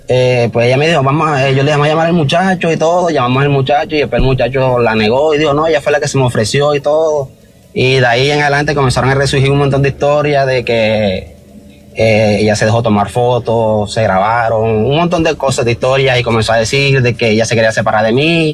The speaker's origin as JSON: {"language": "Spanish", "region": "Caribbean Region", "country": "Colombia", "said": "porque yo soy costeño, ella es paisa, y no puede encajar en ese sistema de ellos."}